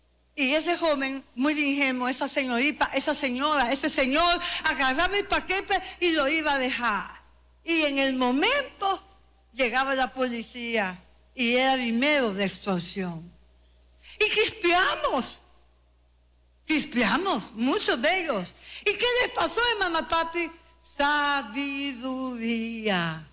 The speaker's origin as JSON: {"language": "Spanish", "country": "El Salvador", "said": "Así somos nosotros los salvadoreños."}